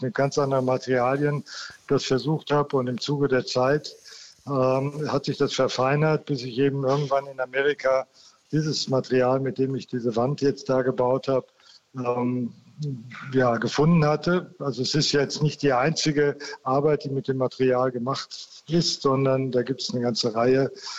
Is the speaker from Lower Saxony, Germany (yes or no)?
no; North Rhine-Westphalia, Germany